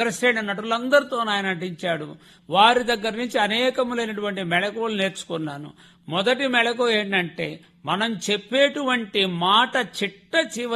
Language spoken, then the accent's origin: Telugu; Jangareddipalem, Andhra Pradesh, India; మాది ప్రకాశం జిల్లా లింగసముద్రం మండలం జంగారెడ్డిపాలెం అనే గ్రామం అండి. మార్చి 1వ తారీఖు 1951లో జన్మించాను.